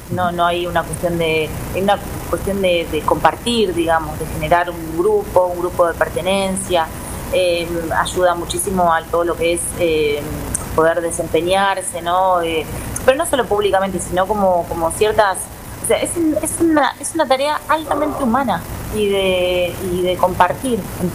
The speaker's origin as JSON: {"language": "Spanish", "town": "Los Polvorines", "region": "Buenos Aires Province", "country": "Argentina", "tie": "born or raised there", "moved": "as an adult", "said": "yo soy de Puerto Ordines, de Malvinas Argentinas, muchísimo tiempo viví en Capital, después volví en un momento y tenía ganas de construir más por acá."}